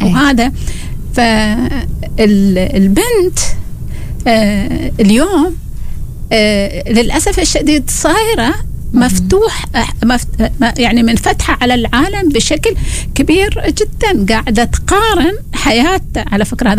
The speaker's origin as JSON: {"language": "Arabic", "country": "Oman"}